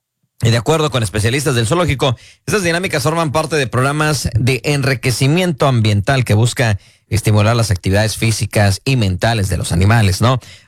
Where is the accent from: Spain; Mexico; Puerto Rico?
Mexico; como mexicanos queremos que México gane